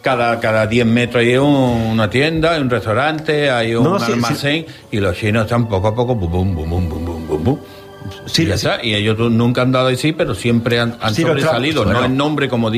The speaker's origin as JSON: {"language": "Spanish", "town": "Seville", "region": "Andalusia", "country": "Spain", "said": "somos sevillanos, de andaluces, tenemos que poner mucha tela."}